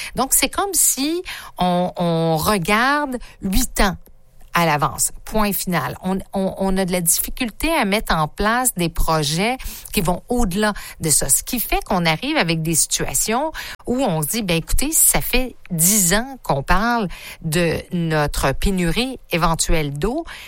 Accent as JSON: {"language": "French", "region": "Quebec", "country": "Canada", "said": "chez nous au Québec"}